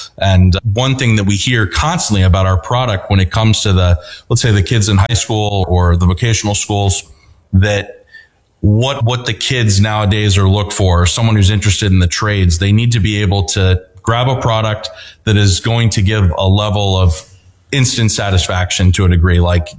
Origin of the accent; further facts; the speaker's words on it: Mid-Atlantic, United States; We're from the Mid-Atlantic.